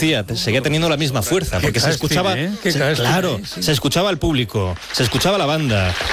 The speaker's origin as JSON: {"language": "Spanish", "town": "Valencia", "region": "Valencian Community", "country": "Spain", "said": "Yo soy de Valencia, valenciano."}